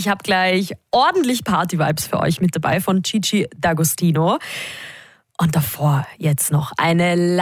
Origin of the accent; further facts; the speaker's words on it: Austria; da dürfen wir unserem Ruf als Österreicher kurz einmal gerecht werden und ein bisschen schmollen.